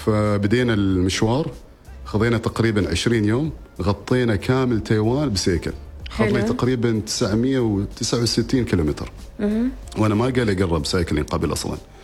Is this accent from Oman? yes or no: yes; Oman; نحن عمانيين ترى نحب نسولف، نحب ايوه ترى.